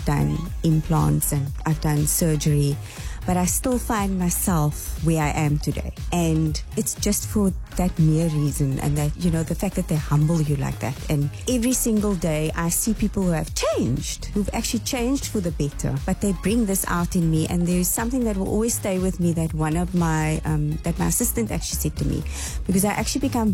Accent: Bellville, Western Cape, South Africa; I grew up in Glen Haven, Bellville. I was born in Cape Town and then moved to Kells River when I was about, say, six, seven years old.

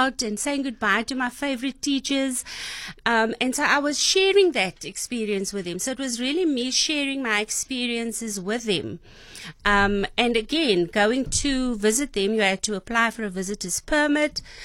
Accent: Cape Town, Western Cape, South Africa; I was living on the Cape Flats. I was born and I was raised in Haderveld on the Cape Flats.

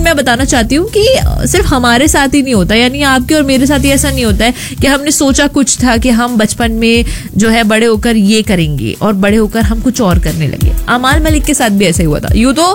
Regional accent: Bhopal, Madhya Pradesh, India; now in Qatar; मैं ना भोपाल से हूँ

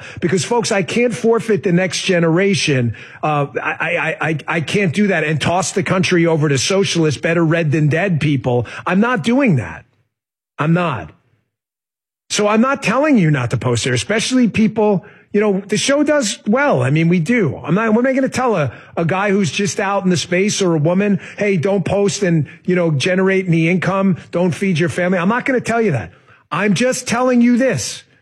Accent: New York, United States; I grew up in New York.

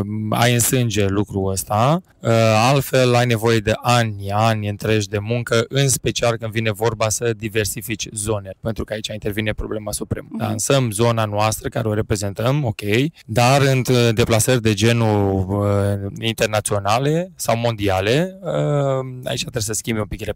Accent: Bihor County, Romania; Am început cu Bihorul, bineînțeles, pentru că de acolo provenim.

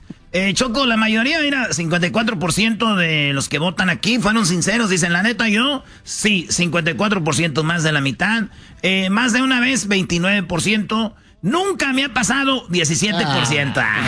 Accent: Jalisco, Mexico; Soy de los Altos Jalisco, del estado. Y de la región más conservadora de México, si no sabías, ¿ok?

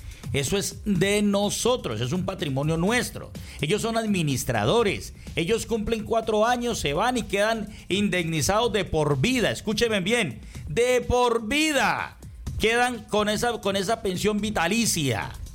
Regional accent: Colombia

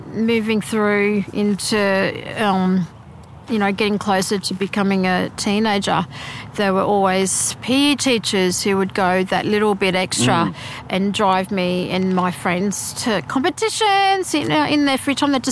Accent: Mackay, Queensland, Australia; From those early days, growing up in Mackay, and then we moved around around Queensland to outback regions and smaller towns.

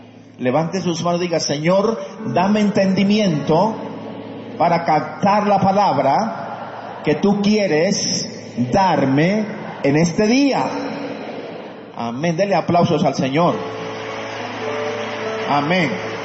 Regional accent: Colombia; Las raíces históricas que nosotros tenemos como pueblo colombiano son raíces frágiles. Porque por un lado venimos de África, por otro lado venimos de los aborígenes que vivían acá. Por otro lado venimos de los españoles.

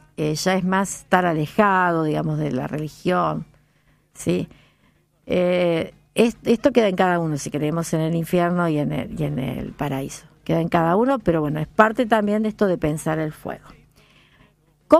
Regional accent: Argentina; si somos argentinos

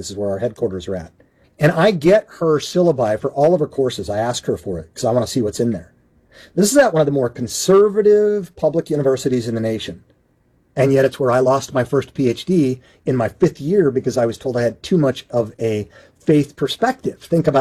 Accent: Utah, United States; I was bathed in this stuff as a 7th generation Mormon growing up in Utah, became a skeptic

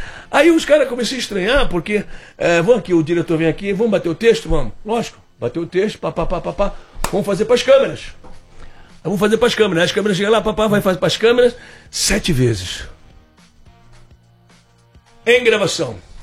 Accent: Santos, São Paulo, Brazil; mas sou santista, time, cidade, coração.

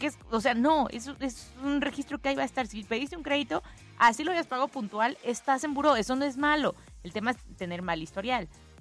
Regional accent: Mexico; y nosotros como ciudadanos, como personas, como mexicanos, tenemos algunos derechos conforme a la ley.

